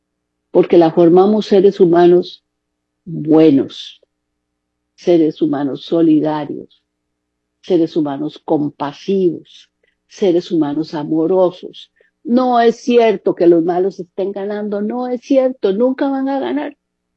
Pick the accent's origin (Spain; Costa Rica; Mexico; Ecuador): Costa Rica; somos costarricenses, no podemos quitarnos ese ADN